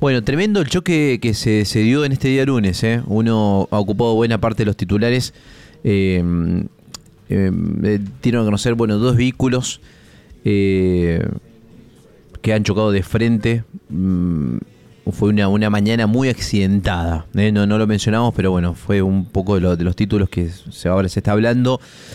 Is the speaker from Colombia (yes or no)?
no; Argentina; nosotros que somos argentinos